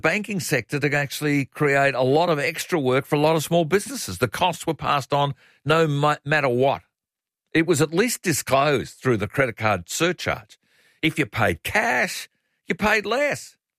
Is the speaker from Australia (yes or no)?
yes; Australia; I'm seeing life as an Australian who has watched my country decline